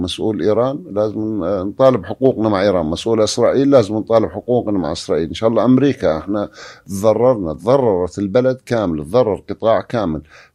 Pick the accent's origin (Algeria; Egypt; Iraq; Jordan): Jordan; احنا كأردنيين